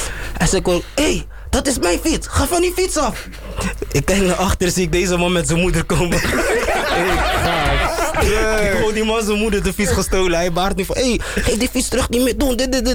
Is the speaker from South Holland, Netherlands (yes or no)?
yes; The Hague, South Holland, Netherlands; ik kom uit Den Haag, dus sowieso ken ik het.